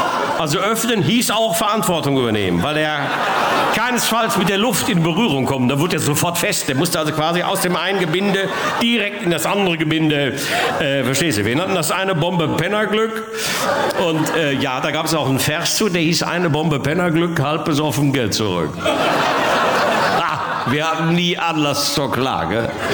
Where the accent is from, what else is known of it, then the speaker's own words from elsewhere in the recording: North Rhine-Westphalia, Germany; Jetzt komme ich aus dem Ruhrgebiet und wir bei uns zu Hause, das werden Sie nicht kennen, wir sind ja, sogenannte Wirkungstrinker.